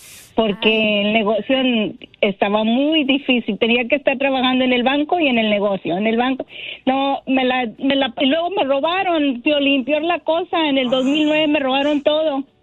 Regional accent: Monterrey, Nuevo León, Mexico; also born or lived in Laredo, United States; now in San Antonio, United States; Nací en Laredo, Texas. Y me crié en Monterrey.

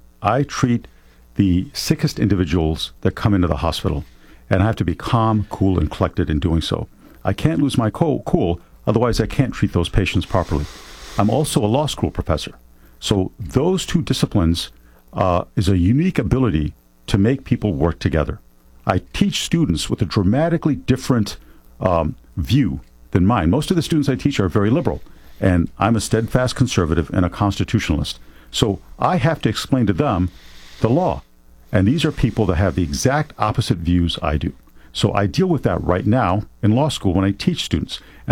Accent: New York, United States; English is a second language; also born or lived in India; Yeah, so I was born in India. My parents immigrated here when I was about almost 3 years old. So I grew up in Western New York. I attended a Catholic school and learned to speak English.

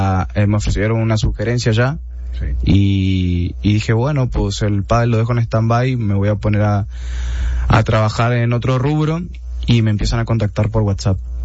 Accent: Resistencia, Chaco, Argentina; moved away as an adult; now in Mexico

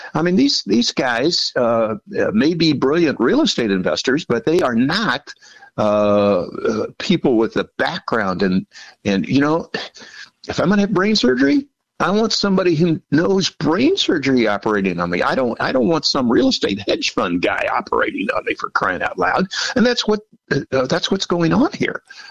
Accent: Illinois, United States; I grew up poor and in Southern Illinois. I know what being poor is.

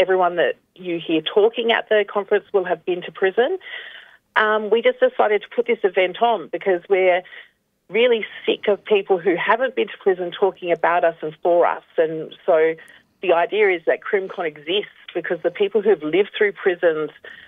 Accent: South Australia, Australia; I was born and raised on Kaurna country, but my mother's country is in the southwestern areas, the one they call Victoria. But I wasn't raised by my mother, but I was raised here on Kaurna country.

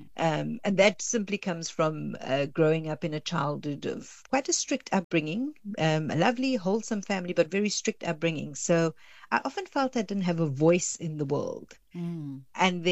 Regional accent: Cape Town, Western Cape, South Africa; moved away as an adult; I'm originally from Cape Town, and I spent the first 10 years of my career there

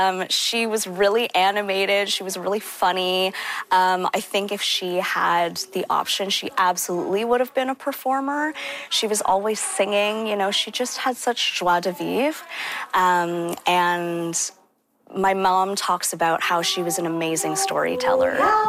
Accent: Toronto, Ontario, Canada; now in Vancouver, Canada; I'm originally from Toronto, but now based in Vancouver.

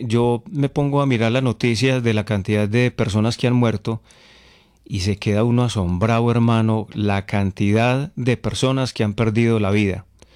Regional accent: Concordia, Antioquia, Colombia; now in Medellín, Colombia; La moto está en Concordia. La moto está en mi pueblo.

